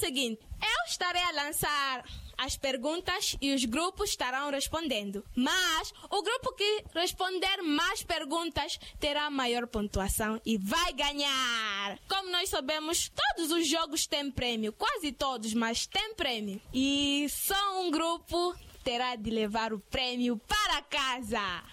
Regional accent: Mozambique; Não só como crianças, mas também como moçambicanos.

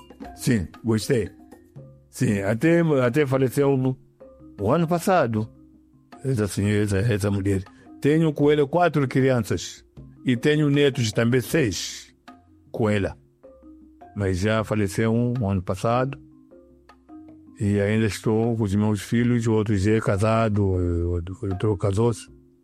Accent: Mozambique; mas enquanto não, eu sou moçambicano.

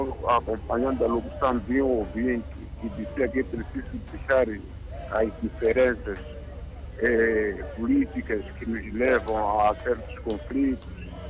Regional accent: Mozambique; É que nós todos somos moçambicanos.

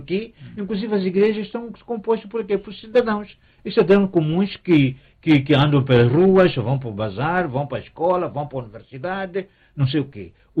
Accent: Mozambique; E nós, todos como moçambicanos

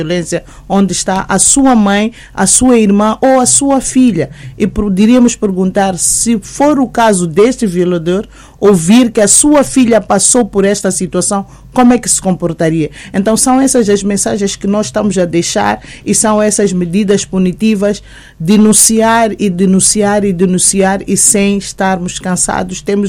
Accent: Chidengel, Gaza, Mozambique; born there; Por acaso, Chidengel é onde eu nasci

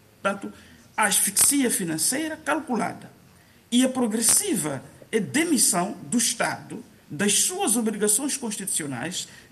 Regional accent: Namarói, Zambezia, Mozambique; Portuguese is a second language; eu sou de Namarói, Alta Zambésia, para quem conhece o distrito de Zambésia, e tal como muitas crianças da minha época, nós aprendemos a falar o português na escola

